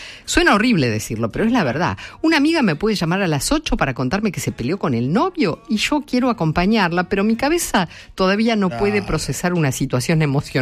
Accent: Posadas, Misiones, Argentina; Hola, encendido … de Posadas.

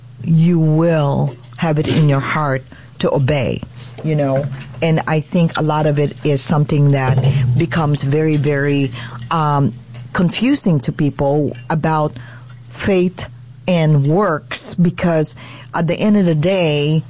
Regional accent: Philippines; I'm Filipino, right?

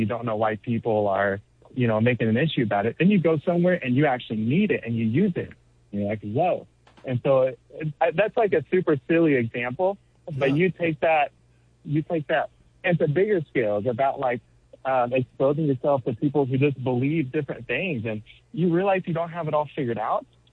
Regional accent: Missouri, United States; now in San Antonio, United States; I grew up in super rural central Missouri, very conservative, very Christian inherently

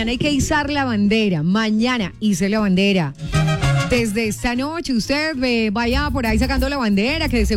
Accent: Colombia; y es que esos somos los colombianos.

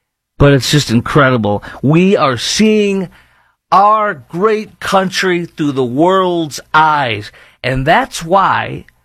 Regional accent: Chicago, Illinois, United States; now in Dallas, United States; I'm born and raised in Chicago, but they came down here because they wanted to see two FIFA games

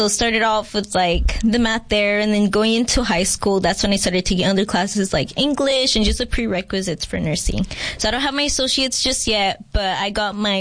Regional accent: Somerton, Arizona, United States; also born or lived in Georgia; now in Yuma, United States; So I am from Somerton, born in Georgia, so raised in Somerton, but did almost everything here in Yuma.

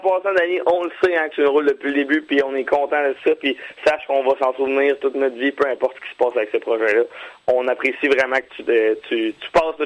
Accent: Quebec, Canada; l'Anso, on l'avait aussi à cause qu'on est des Québécois.

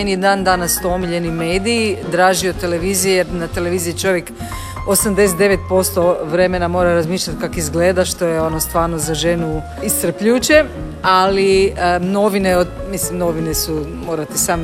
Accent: Koprivnica, Koprivnica-Križevci County, Croatia; Ja sam došla naravno iz Koprivnice s jednim velikim renomeom prvog glasa Koprivnice. To mislim da sam imala 17,5

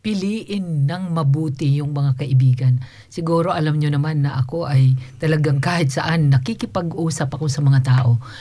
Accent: Eastern Visayas, Philippines; accent: Waray; may pagkabisaya. I mean, Bisaya talaga ako. I'm from Samar, okay? So, maaaring minsan, yung salita ko ay matigas.

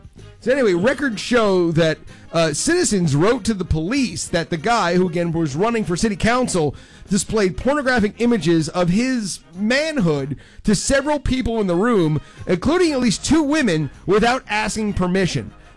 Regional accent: Florida, United States; I grew up in Florida, never heard of that city.

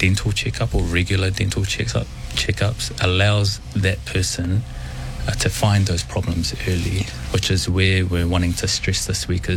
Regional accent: Onehunga, Auckland, New Zealand; You know, even though I grew up in Onehunga, a large portion of my family in South Auckland.

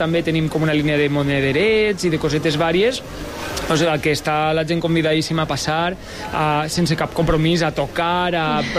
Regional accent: Villajoyosa, Valencian Community, Spain; de la Marina Baixa.

